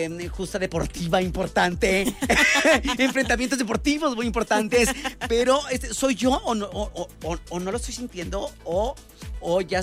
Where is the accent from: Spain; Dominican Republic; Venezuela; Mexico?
Mexico; que precisamente se va a tratar de esta forma de transmitir la gran energía que tenemos como pueblo mexicano